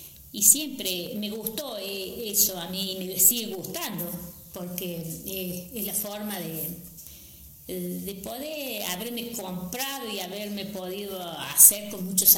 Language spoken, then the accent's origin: Spanish; Alto Corral, Argentina; Mira, yo soy nativa de acá, de Alto Corral, así que... porque mis padres vivían acá y yo también, y en ningún momento me fui a ningún lado. Me quedé viví acá